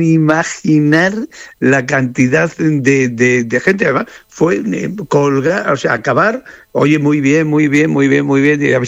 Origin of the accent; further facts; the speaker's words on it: Trujillo, Extremadura, Spain; Curiosamente, las primeras personas que me he encontrado han sido de mi pueblo, de Trujillo.